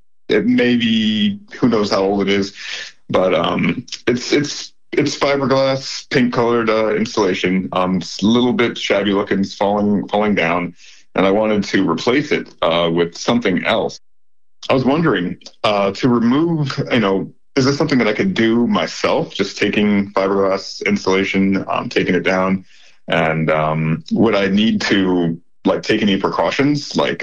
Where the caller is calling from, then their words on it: Hazel Park, Michigan, United States; I'm calling from Hazel Park, Michigan.